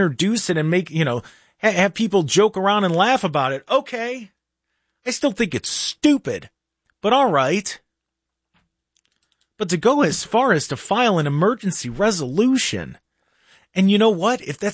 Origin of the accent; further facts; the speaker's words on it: Cleveland, Ohio, United States; But I live in the suburbs now, and I was born and raised in Cleveland.